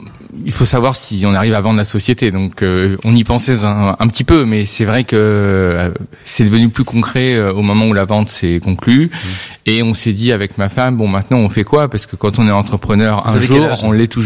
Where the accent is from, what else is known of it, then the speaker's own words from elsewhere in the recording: Île-de-France, France; moved away as an adult; now in Montpellier, France; De région parisienne. Ouais. Et donc j'ai émigré vers le sud, à Montpellier plus précisément